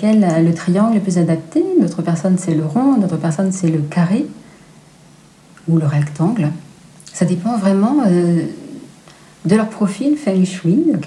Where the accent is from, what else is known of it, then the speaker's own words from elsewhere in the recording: Brest, Brittany, France; also born or lived in Paris region; Donc en fait, j'étais originaire de Brest. Donc ça, c'était toujours dans mes racines. Et quand on a voulu repartir de la région parisienne, on voulait revenir en Bretagne